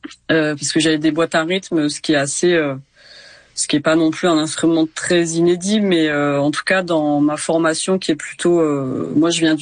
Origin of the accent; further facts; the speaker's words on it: Ramatuelle, Provence-Alpes-Côte d'Azur, France; moved away; j'ai un lien assez fort avec Ramatuelle, donc là où j'ai grandi